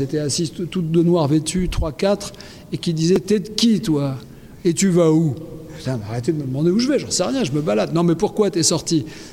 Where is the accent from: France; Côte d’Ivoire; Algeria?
France; born there; c'est-à-dire que je viens d'une famille grecque du centre du pays avec des parents immigrés qui ont fait que je suis né en France.